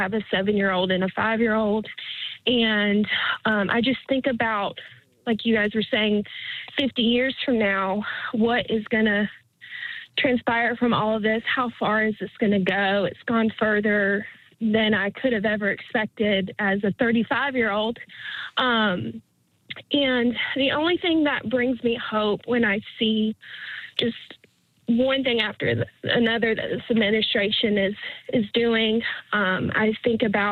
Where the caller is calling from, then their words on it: Stamford, North Carolina, United States; Hi, I'm calling from Stamford, North Carolina. It's about an hour outside of Raleigh.